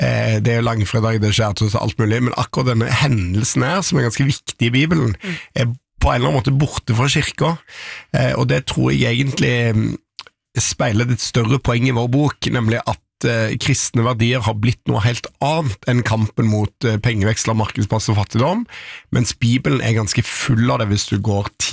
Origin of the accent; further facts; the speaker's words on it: Stavanger, Rogaland, Norway; also born or lived in Iceland; jeg kom jo inn på Stortinget som en småbarnsfar, som en stavangermann, som en islending